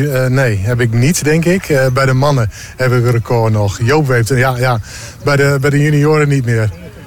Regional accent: Leek, Groningen, Netherlands; Ik blijf een Groninger.

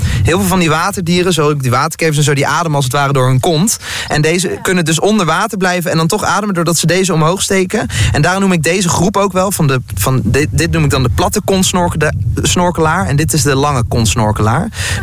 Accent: North Brabant, Netherlands; Ja, en ik kom uit Brabant, hè.

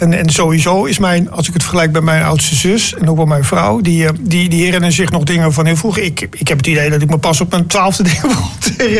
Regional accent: Stadskanaal, Groningen, Netherlands; also born or lived in Rotterdam; Ik bedoel, ik ben daar geboren, maar ik ben geen echte Rotterdammer. Nee, maar in Stadskanaal, ja, daar.

